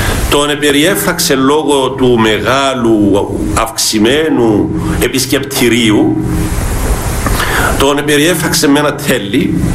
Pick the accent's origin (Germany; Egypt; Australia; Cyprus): Cyprus; τα προσφυγόπουλα της Κύπρου, φοιτητές τότε